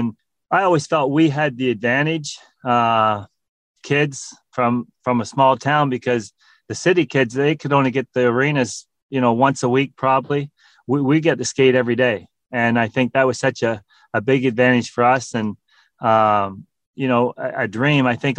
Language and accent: English; Canada; I think for the Canadian boys, that was what we grew up doing.